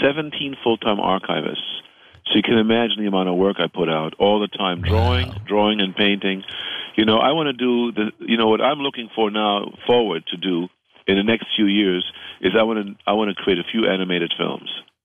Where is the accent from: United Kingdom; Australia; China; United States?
China; born or raised there; also born or lived in Berlin, Germany